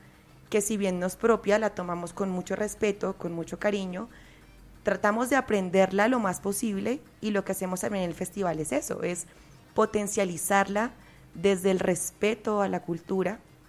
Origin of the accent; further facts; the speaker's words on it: Colombia; moved away as an adult; now in Egypt; cuando yo en este momento vivo en Egipto, y cuando voy a Egipto me dicen, pero ¿qué hace una colombiana bailando danza árabe?